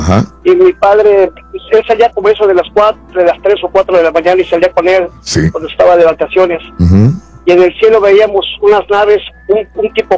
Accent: Puebla, Mexico; now in Los Angeles, United States; Mira, yo soy de México. Soy de Puebla.

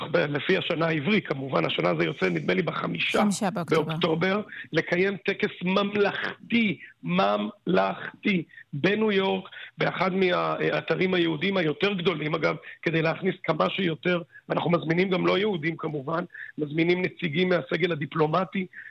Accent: Tel Aviv, Tel Aviv District, Israel; אני ראי תל אביבי

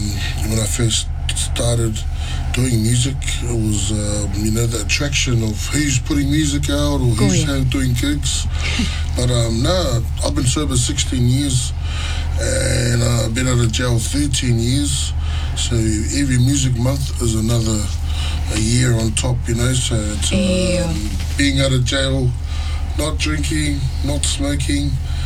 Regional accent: Mangere, Auckland, New Zealand; also born or lived in Sydney, Australia; I'm born in Australia, so in Sydney, but grew up in Mangere, and yeah.

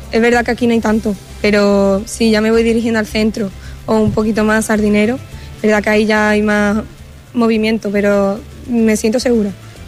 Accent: Andalusia, Spain; now in Ceuta, Spain; Vengo de un pueblo de Málaga y voy a estudiar primero de educación primaria. Y la primera impresión, nerviosa, soy de otro lado, estoy en Ceuta.

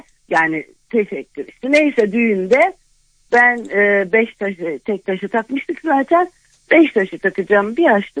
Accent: Ankara, Turkey; Ankaralıyım. Annem Ankaralı. Babam Yunanistan'dan geldi.

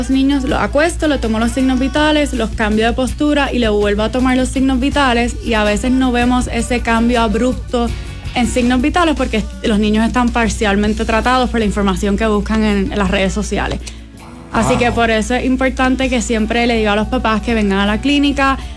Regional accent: San Juan, Puerto Rico; first language Spanish; moved away as an adult; now in El Paso, United States; Pues soy de San Juan, Puerto Rico. Llevo en El Paso 10 meses, casi un año.

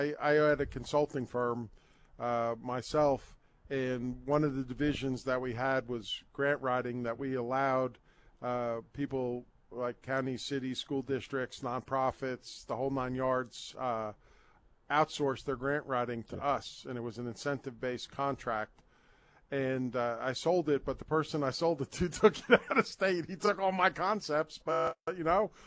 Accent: Bronx, New York, United States; born there; I grew up I was born actually in the Bronx

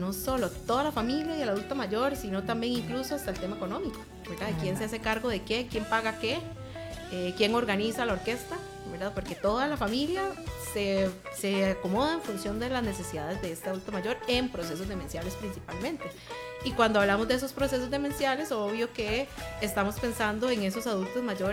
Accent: Costa Rica; nosotros como sociedad costarricense

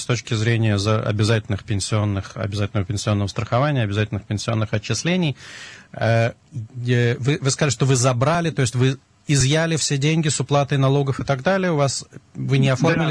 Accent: Moscow, Russia; Я из Москвы

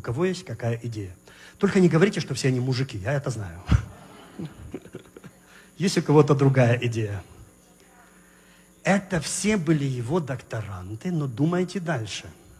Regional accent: Kazakhstan; born there; Я родился в Казахстане, в маленькой деревне.

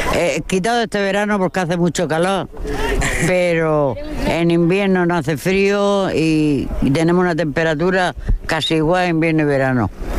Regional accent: Águilas, Region of Murcia, Spain; nací en la Chimenea Loma y no salió de Águilas nunca, nada más que algún viajillo.

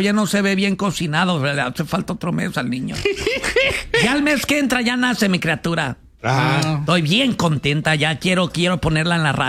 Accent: Mexico

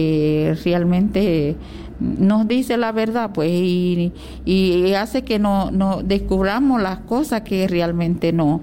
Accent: Veraguas, Panama; Sí, yo vengo del distrito de Cañaza, corregimiento de San José, Comunidad del Rosario.

